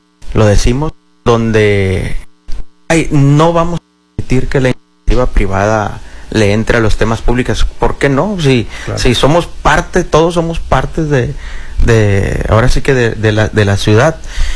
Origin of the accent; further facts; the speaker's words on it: Mazatlán, Sinaloa, Mexico; nosotros somos de allá de Mazatlán